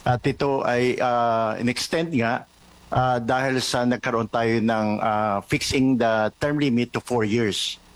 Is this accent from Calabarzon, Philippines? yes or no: no; Legazpi, Bicol Region, Philippines; also born or lived in Pilar, Sorsogon; Yes, I'm from Legazpi City and from Pilar, Sorsogon.